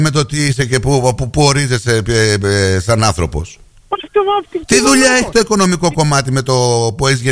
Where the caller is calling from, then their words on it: Australia; επειδή φορολογούμε στην Αυστραλία, είμαι Αυστραλός.